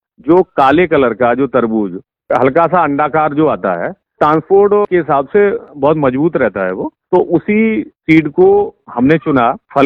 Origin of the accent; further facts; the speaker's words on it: Kitaut, Uttar Pradesh, India; गांव की कीटौत फिरोजाबाद का रहने वाला हूँ।